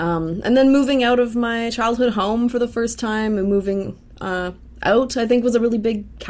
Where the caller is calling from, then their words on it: Edmonton, Alberta, Canada; I'm calling in from Edmonton on Treaty 6 territory in Alberta, Canada, today.